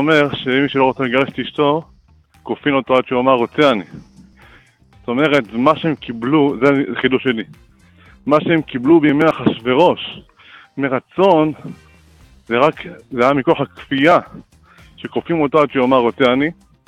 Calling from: Harish, Haifa District, Israel

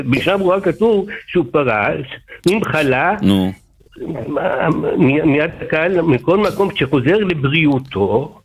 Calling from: Bnei Brak, Tel Aviv District, Israel

